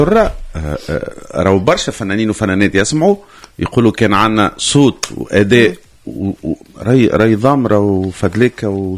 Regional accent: Tunisia; احنا في تونسي

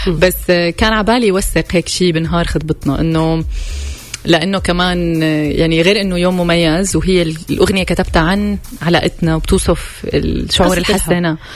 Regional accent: Syria; لانه هو يعني ضيعته بالعراق وضيعتي بسوريا، يعني قراب على بعض

